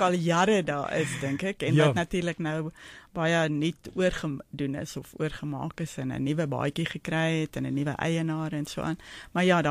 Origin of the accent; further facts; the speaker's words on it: Pretoria, Gauteng, South Africa; now in Linden, Johannesburg, South Africa; In die Moot omgeving in Pretoria, so ook baie lief vir die Moot omgeving, en dit is baie lekker gewees, omdat ons ook in die laerskool Rietfontein Noord was ek en Hoërskool Wesmoed.